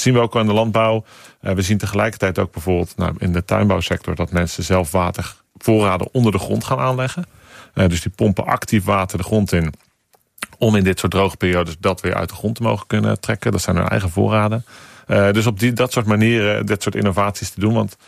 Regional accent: Netherlands

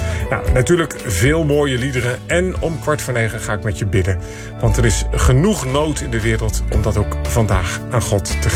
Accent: Kampen, Overijssel, Netherlands; En het is samenzang vanuit de mooie stad waar ik opgroeide, Kampe

